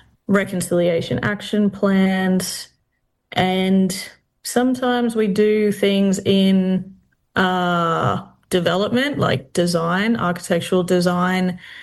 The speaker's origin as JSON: {"language": "English", "region": "Western Australia", "country": "Australia", "tie": "born or raised there", "said": "I'm a Jaru woman from the Kimberley area of WA with family connections to Balgo, Horse Creek, Wyndham. I grew up in the Kimberley in lots of little towns and remote communities that really shaped how I saw the world."}